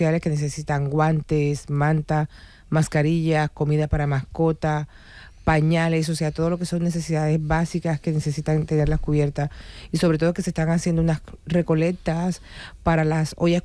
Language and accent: Spanish; Colombia; como colombiana que soy, aportar ese granito de arena que necesita mi país.